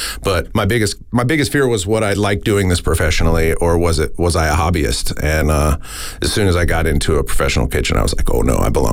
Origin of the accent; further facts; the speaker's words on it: Arizona, United States; Tina and I grew up in Arizona.